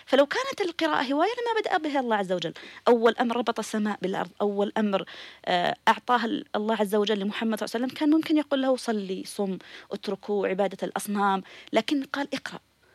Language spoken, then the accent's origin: Arabic; Yemen; عندنا في اليمن